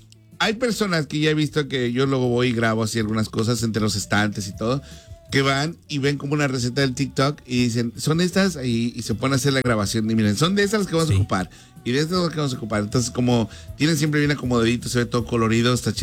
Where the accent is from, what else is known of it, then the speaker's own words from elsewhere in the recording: Mexico; moved away; ya ves que nosotros en México tenemos